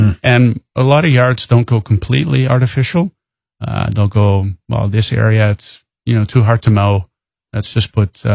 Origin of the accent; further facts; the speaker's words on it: Netherlands; moved away; So me and my brother started, I believe, about 18 years ago already. We moved in 2003 from the Netherlands, and a few years later, we got into landscaping.